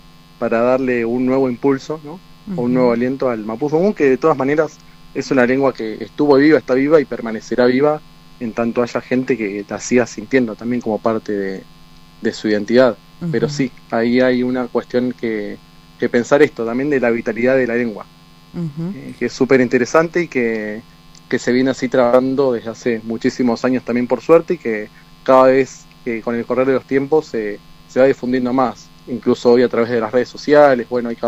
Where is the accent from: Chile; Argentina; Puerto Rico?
Argentina; Carlos Casares, Buenos Aires Province; moved away as an adult; now in La Plata, Argentina; Yo no soy de La Plata, sino que soy de un pueblo del interior de la provincia de Buenos Aires, que se llama Carlos Casares, que en su momento también fue una zona de fuertes y fortines